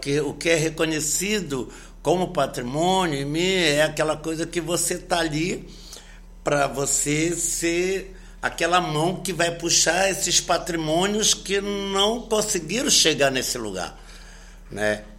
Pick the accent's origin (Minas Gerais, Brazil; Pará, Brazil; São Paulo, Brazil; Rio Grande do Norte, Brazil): Pará, Brazil; Belém; born there; eu nasci no Reduto, a minha família é uma família de refugiados, né, refugiados espanhóis que chegaram, isso no início do século passado